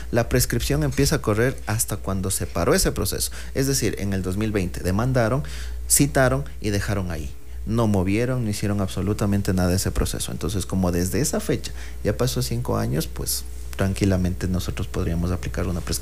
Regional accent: Ecuador; nosotros como ecuatorianos

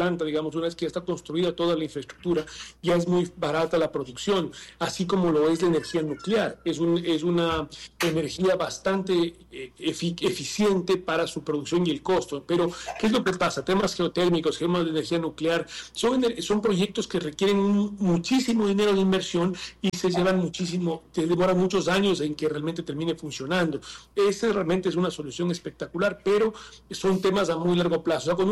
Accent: Ecuador

